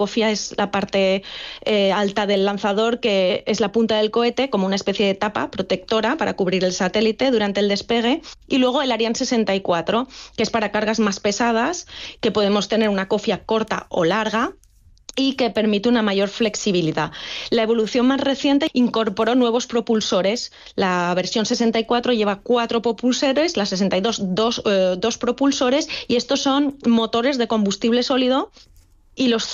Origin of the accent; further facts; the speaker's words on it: Valencian Community, Spain; yo soy valenciana